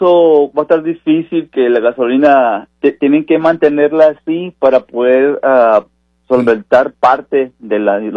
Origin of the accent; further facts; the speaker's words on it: Sonora, Mexico; Que somos de Sonora.